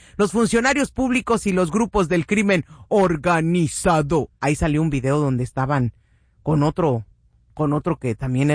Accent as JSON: {"language": "Spanish", "region": "Morelos", "country": "Mexico", "said": "Este sí es paisanito, porque yo soy de Morelos."}